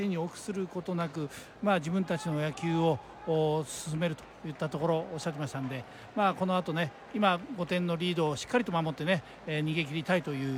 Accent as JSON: {"language": "Japanese", "region": "Ibaraki", "country": "Japan", "tie": "born or raised there", "said": "私も茨城の出身ですので、地元の霞ヶ浦も勝ってますので"}